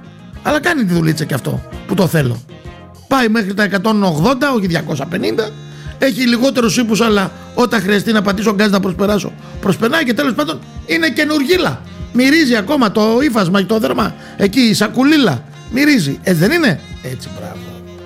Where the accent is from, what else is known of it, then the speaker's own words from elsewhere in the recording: Greece; είμαστε Έλληνες.